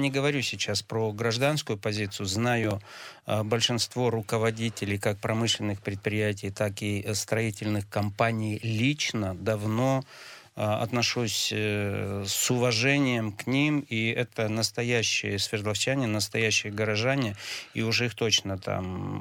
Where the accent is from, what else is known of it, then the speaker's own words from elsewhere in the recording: Yekaterinburg, Sverdlovsk Oblast, Russia; Конечно, я больше по Очкаловскому району, как там коренной химашевец.